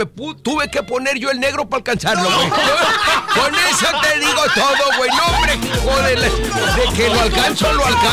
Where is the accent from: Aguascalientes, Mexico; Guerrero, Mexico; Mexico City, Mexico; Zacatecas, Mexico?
Zacatecas, Mexico; now in Tijuana, Mexico; yo soy de Zacatecas. De Zacatecas, Zacatecas.